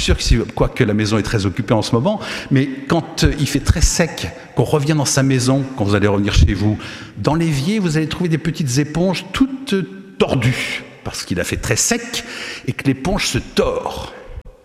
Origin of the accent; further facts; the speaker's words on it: Nantes, Pays de la Loire, France; Moi, je suis Nantais d'origine. Tous les Nantais sortent dans la rue quand il pleut parce que ça fait du bien, n'est-ce pas?